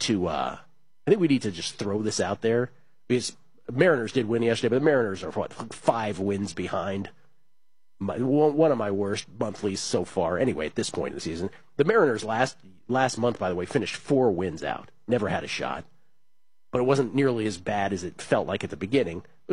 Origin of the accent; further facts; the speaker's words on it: East Midlands, United Kingdom; I'm from Nottinghamshire.